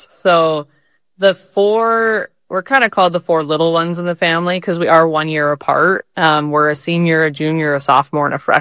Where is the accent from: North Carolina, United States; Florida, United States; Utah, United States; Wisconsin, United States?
Utah, United States; Salt Lake City; just like I did growing up in Salt Lake too